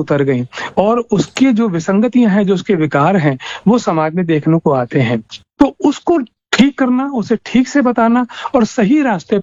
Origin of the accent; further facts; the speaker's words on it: Kanpur, Uttar Pradesh, India; मैं कानपुर शहर का निवासी हूँ और आपसे बहुत पहले से जुड़ा हुआ हूँ।